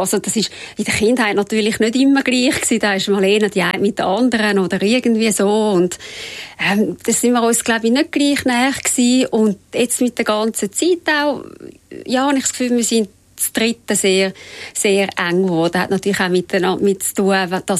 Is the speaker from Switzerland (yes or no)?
yes; Switzerland; ich bin in Rätischen aufgewachsen